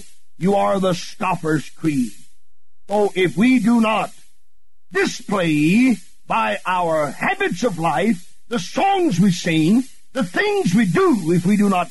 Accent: Greenville, South Carolina, United States; If I'm facing Greenville, South Carolina, traveling a highway facing Greenville, my hometown, but I don't want to go to my hometown

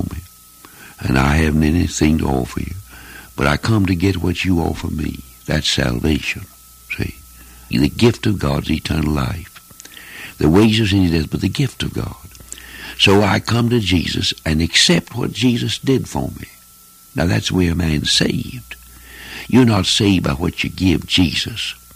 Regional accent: United States; As an American citizen

